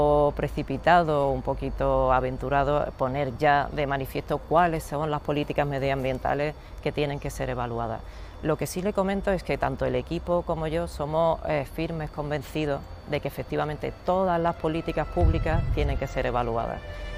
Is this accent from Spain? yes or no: yes; Pozo Alcón, Andalusia, Spain